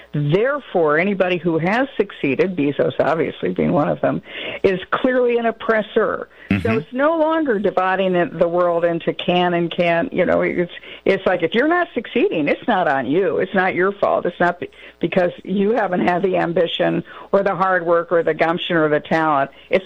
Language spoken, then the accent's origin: English; New York, United States; I'm a New Yorker